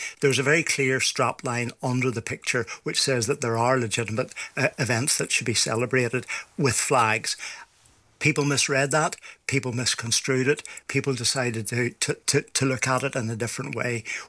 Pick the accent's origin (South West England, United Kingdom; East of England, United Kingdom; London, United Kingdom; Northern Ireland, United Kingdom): Northern Ireland, United Kingdom; Carrickfergus; I'm actually from Carrickfergus. I'm a former mayor of Carrickfergus